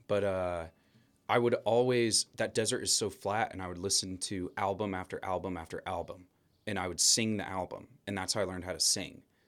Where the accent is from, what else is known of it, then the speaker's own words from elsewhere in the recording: Pocatello, Idaho, United States; I grew up in Pocatello, Idaho, southern Idaho.